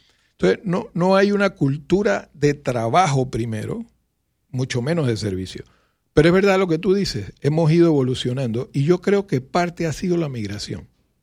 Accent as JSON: {"language": "Spanish", "country": "Panama", "said": "Sí, yo soy panameño, claro."}